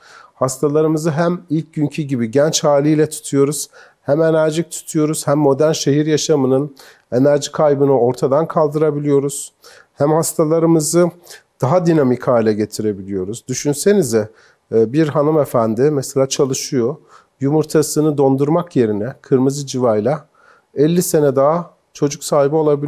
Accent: Gaziantep, Turkey; Memleketim Gaziantep bu arada.

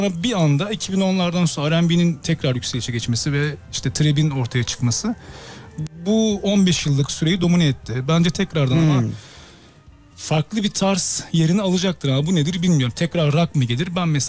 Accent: Ankara, Turkey; moved away as an adult; now in Bodrum, Turkey; Ankara doğma büyüme, Ankaralıyım normalde. Yaklaşık 5 yıldır buradayım işte.

